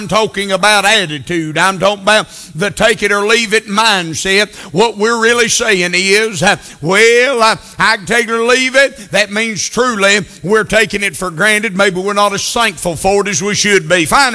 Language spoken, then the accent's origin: English; United States